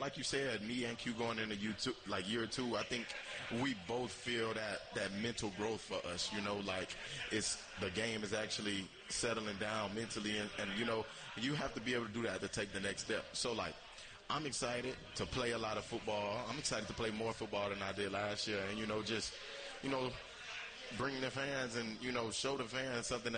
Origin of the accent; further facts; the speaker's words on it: Louisiana, United States; I'm from Louisiana.